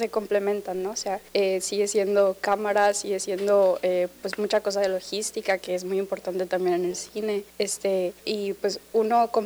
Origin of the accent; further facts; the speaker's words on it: Tabasco, Mexico; Pues yo soy de aquí, yo soy tabasqueña.